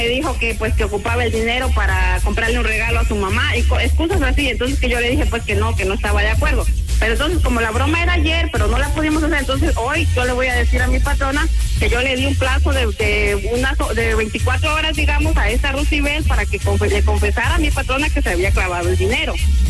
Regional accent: Chiapas, Mexico; now in United States; Yo soy originaria de Chiapas.

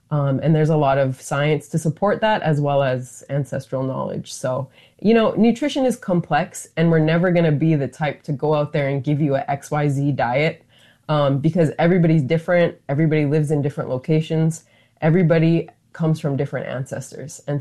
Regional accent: Northern Plains, United States; So for example, I'm from the Northern Plains, so how I can't eat a bison diet in the way that my ancestors did

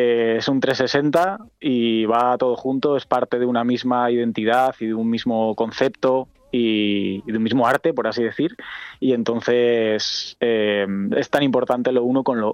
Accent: Santander, Cantabria, Spain; Sí, yo soy de allí, soy de Santander, soy cantautor.

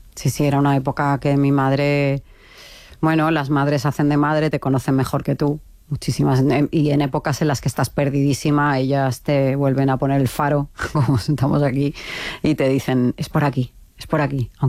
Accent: Balearic Islands, Spain; Y ahí dije, pues … soy de Mallorca

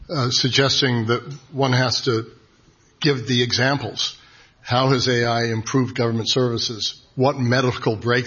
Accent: Utah, United States; And I'm from Utah, not really usually the hotbed of international dissent, but yet in the northwest corner of my state

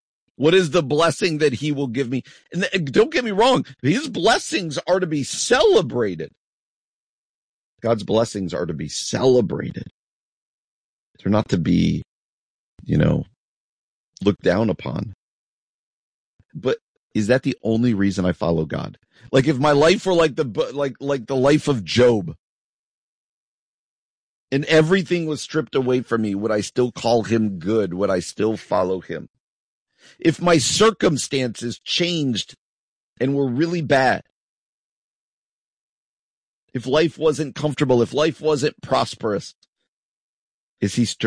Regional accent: New Jersey, United States; like where I grew up in New Jersey, it's the start of beach season, right?

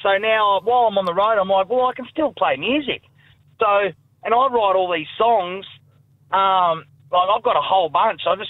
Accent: Australia; We're bloody Australian down here, mate.

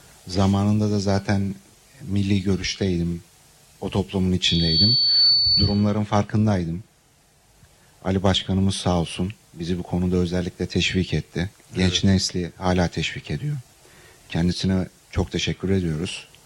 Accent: Istanbul, Turkey; also born or lived in Giresun; now in Australia; Giresunluyum ben aslen ama öyle doğma mi? Büyüme İstanbul.

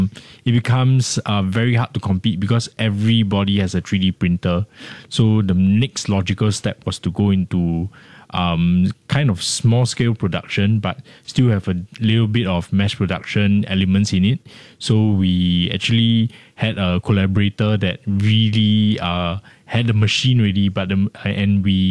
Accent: Singapore; But being Singaporean and being very pragmatic, I think sometimes art needs to take a back seat.

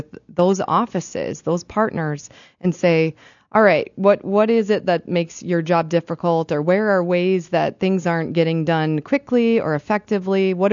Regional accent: Moorhead, Minnesota, United States; I make sure they know that I'm born and raised in Moorhead. I'm a local kid, and I was in the military.

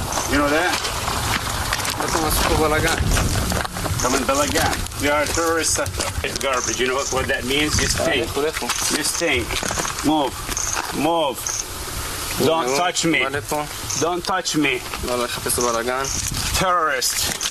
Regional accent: Kusra, West Bank, Palestine; now in United States; I have a lot of emotion in Kusra. I was born and raised in Kusra. My mother, 83 years old, is still in Kusra.

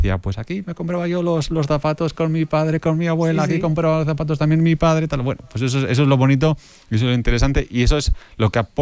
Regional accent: Estella, Navarre, Spain; Sí, pues y precisamente en Estella, pues muy ligada al comercio, ¿no?

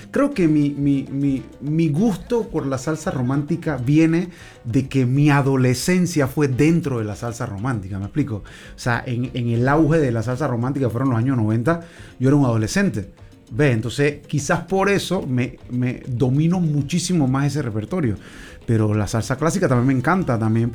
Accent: Panama; yo quiero decirle precisamente al mundo que soy de Panamá.

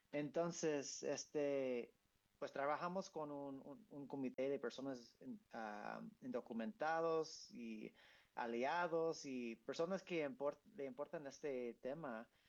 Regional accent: United States; Spanish is a second language; soy gringo, no sé si notas o no, pero hace 10 años yo pasé un año viviendo en México, en el bello estado de Tlaxcala.

